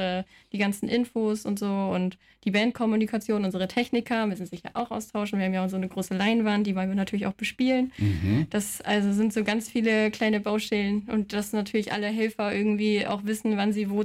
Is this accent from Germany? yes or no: yes; Jever, Lower Saxony, Germany; now in Bremen, Germany; weil ich wohne in Bremen. Also ursprünglich komme ich auch aus Jever.